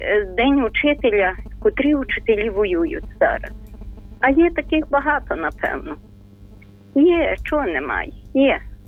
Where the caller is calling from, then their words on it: Ternopil Oblast, Ukraine; ми з України. І знову вас вітає Тернопільщина